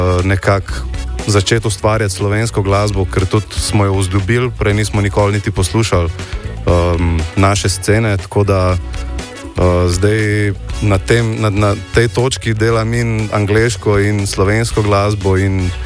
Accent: Ljubljana, Central Slovenia, Slovenia; born there; sem rojen v Ljubljani.

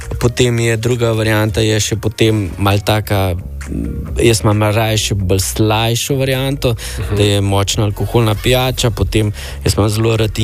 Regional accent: Mengeš, Central Slovenia, Slovenia; prihajam iz Mengša

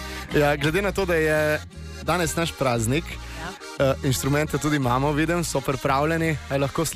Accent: Slovene Littoral, Slovenia; Na Primorci smo tako žurerji.

